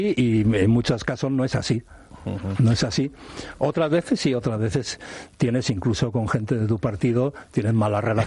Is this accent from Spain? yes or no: yes; Basque Country, Spain; He seguido la política vasca, por supuesto, porque es mi tierra